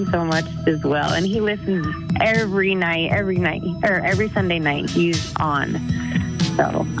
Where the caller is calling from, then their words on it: West Jordan, Utah, United States; I'm calling from West Jordan, Utah.